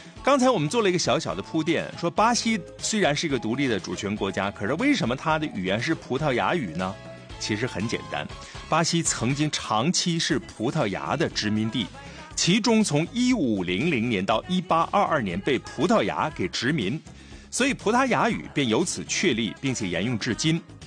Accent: Dalian, Liaoning, China; 就光咱们大连话，咱大连语音，你说咱说庄河普兰店瓦房店咱和大连市内的口音不同，

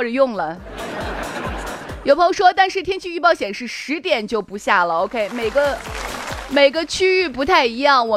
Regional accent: Shaanxi, China; 河堤我老家啊

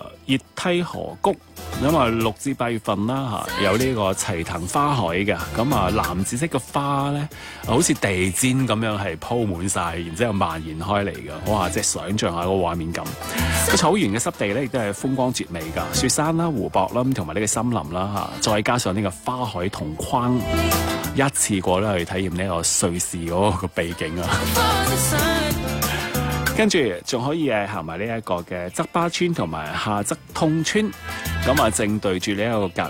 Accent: Guangdong, China; 对我哋广东人

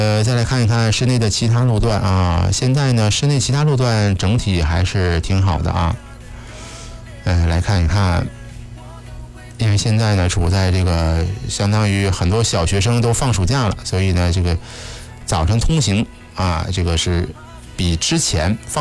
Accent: Liaoning, China; 因为都是辽宁老乡嘛。

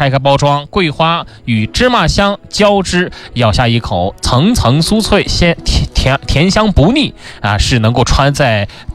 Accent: Tianjin, China; 咱们天津人

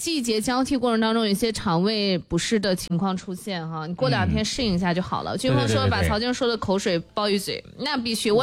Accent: Shanxi, China

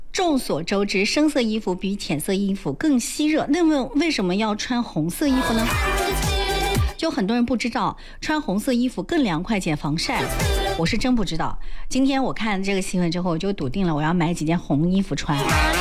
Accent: China; 我们中国人不都是黄皮吗，

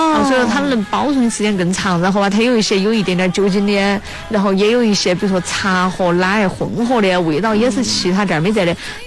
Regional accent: Chongqing, China; 我们重庆那边

